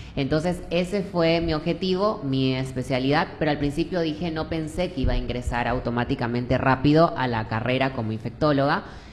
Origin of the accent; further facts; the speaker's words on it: Ecuador; moved away as an adult; now in Argentina; Cuando me fui de Ecuador a Argentina, fui con mi corazón prácticamente roto, dividido en dos.